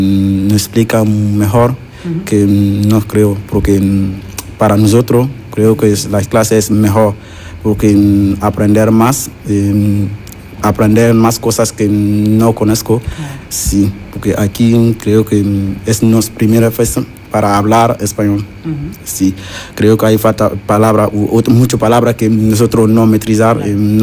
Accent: Burkina Faso; Spanish is a second language; soy de Burkina Faso.

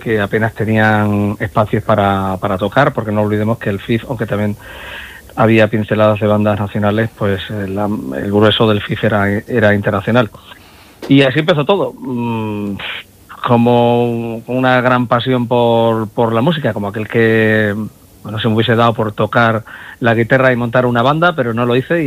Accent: Alburquerque, Extremadura, Spain; en nuestro pueblo, en mi pueblo

